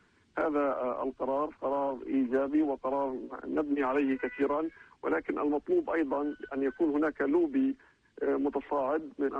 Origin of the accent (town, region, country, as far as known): Palestine